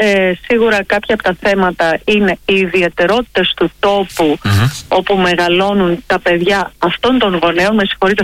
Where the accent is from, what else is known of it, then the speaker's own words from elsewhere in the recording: Kalavryta, Western Greece, Greece; Εγώ από τα Καλάβρητα.